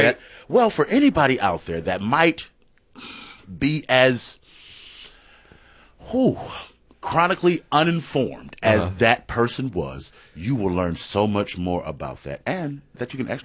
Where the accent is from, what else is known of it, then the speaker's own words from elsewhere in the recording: New York, United States; born there; now in Georgia, United States; I was born in New York, but I live in Georgia.